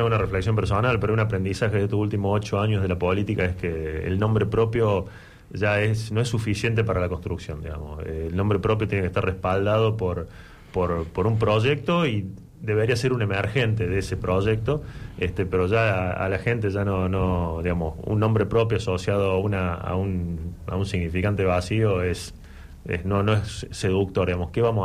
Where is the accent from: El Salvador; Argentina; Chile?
Argentina; quienes pisamos el suelo argentino